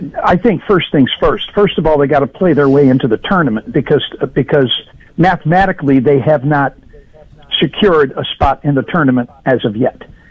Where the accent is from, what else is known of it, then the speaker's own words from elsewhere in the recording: Connecticut, United States; now in Louisiana, United States; I am from Connecticut.